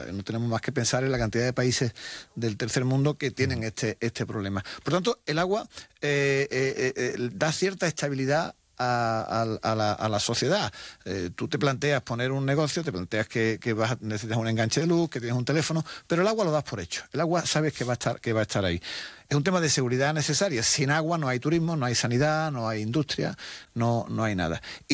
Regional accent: Spain; Bueno, no sé, a lo mejor en mi tierra aquí o quizás no. Pero sí deberíamos conocer el valor del agua, porque lo que sí hacemos bien los españoles es, cuando nos dan una nota de que hay que ahorrar agua y tal, hacerlo.

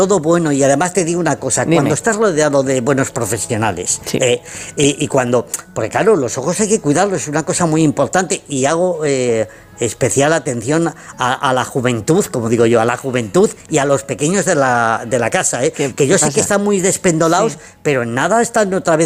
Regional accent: Zamora, Castile and León, Spain; Como soy de Zamora y soy muy chulo

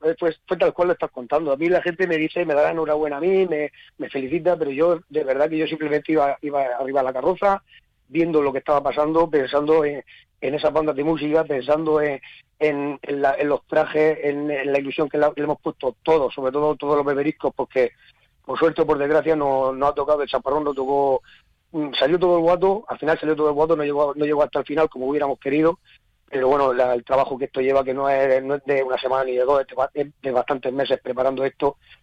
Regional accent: Abanilla, Region of Murcia, Spain; en mi pueblo natal, en Abanilla

